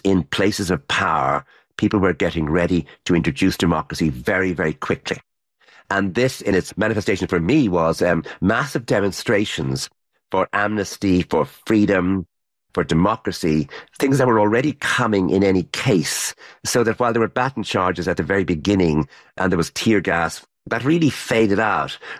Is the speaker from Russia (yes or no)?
no; Ireland; moved away; Because I'm Irish